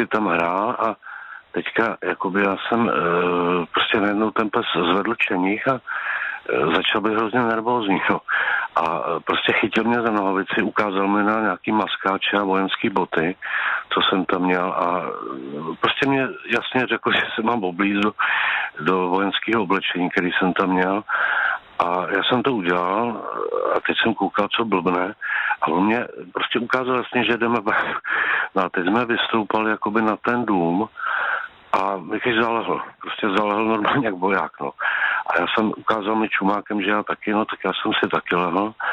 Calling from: Prague, Czechia

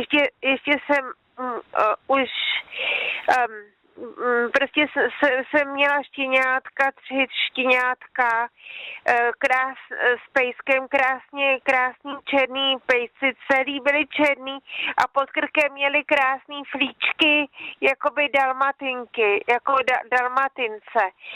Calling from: Rakovník, Central Bohemian Region, Czechia; z Rakovníka jsem tam volala

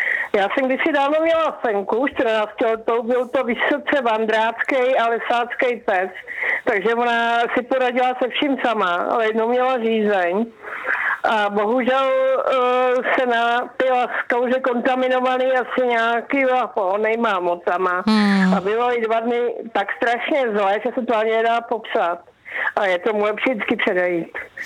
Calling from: Trutnov, Hradec Králové Region, Czechia; Dobrý den, jsem posluchačům, posluchačka z Trutnova.

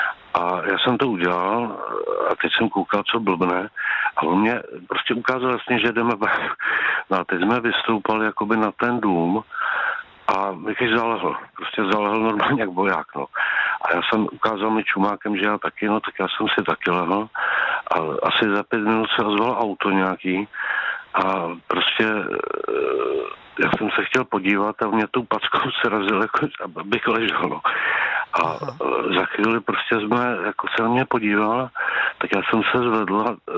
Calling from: Prague, Czechia

